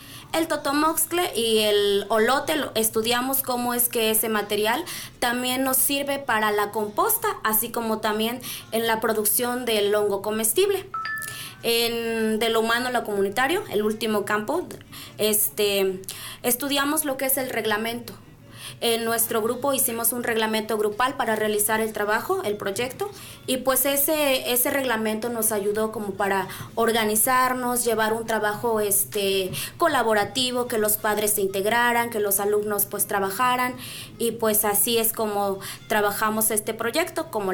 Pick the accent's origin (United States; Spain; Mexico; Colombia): Mexico; first language Nahuatl; Spanish is a second language; nuestro país México. Reflexionamos la importancia de preservar y valorar nuestra lengua materna, nuestra lengua náhuatl